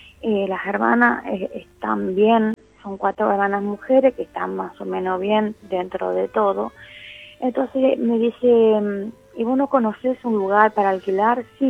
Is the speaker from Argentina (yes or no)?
yes; San Cristóbal, Argentina; De acá, de San Cristóbal.